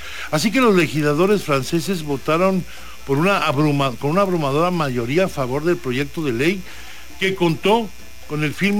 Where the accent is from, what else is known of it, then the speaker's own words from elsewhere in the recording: Mexico; debemos nosotros impulsar como mexicanos que también se integre en nuestro país.